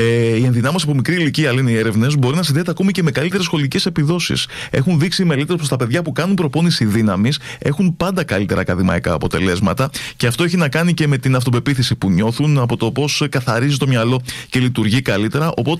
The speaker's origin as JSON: {"language": "Greek", "country": "Greece", "said": "Κάτι που εμείς σαν Έλληνες νομίζω ότι δεν το πολύ θέλουμε."}